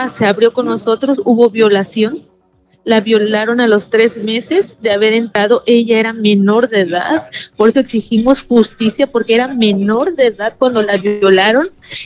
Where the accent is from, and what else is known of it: Poza Rica, Veracruz, Mexico